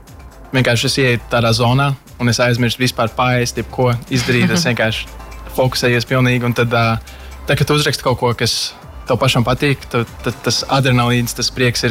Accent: Ādaži, Ādaži Municipality, Latvia; Es nāku no Ādažiem.

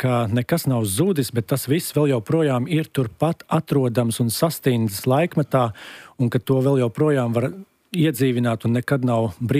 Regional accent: Ventspils, Courland, Latvia; accent: Tamian dialect; man augot Ventspilī skolā ejot

